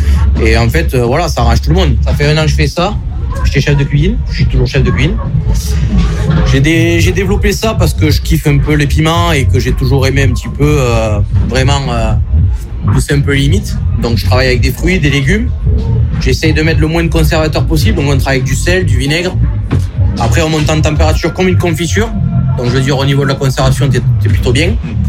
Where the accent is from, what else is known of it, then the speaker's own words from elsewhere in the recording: Mudaison, Occitanie, France; Moi, je suis à côté, je suis de Mudaison, donc les mecs de Moguio qui font beaucoup de trimmers et tout ça.